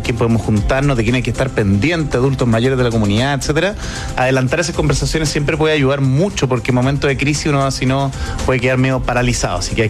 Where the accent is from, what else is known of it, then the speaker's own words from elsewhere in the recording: Concepción, Biobío, Chile; soy del Conce.